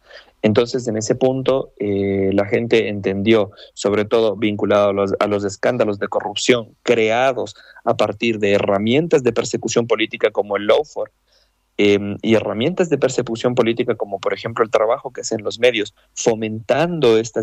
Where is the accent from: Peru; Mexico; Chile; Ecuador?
Ecuador